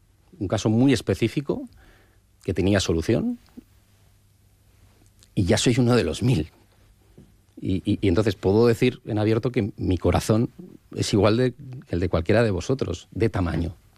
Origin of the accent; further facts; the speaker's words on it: Spain; Yo, evidentemente, espero el tiempo prudencial, como cualquier español, de cuando me vaya a tocar